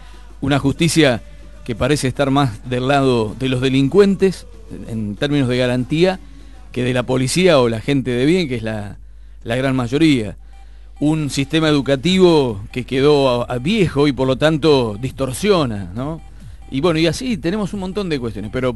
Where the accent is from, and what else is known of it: Argentina